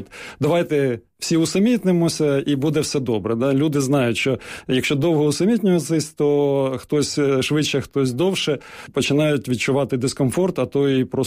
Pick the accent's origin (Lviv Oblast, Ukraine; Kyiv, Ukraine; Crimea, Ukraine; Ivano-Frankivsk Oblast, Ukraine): Kyiv, Ukraine; Що я, наприклад, народився в Києві